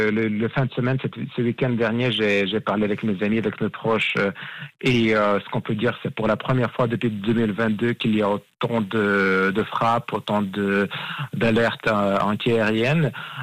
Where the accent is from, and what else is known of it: Ukraine; moved away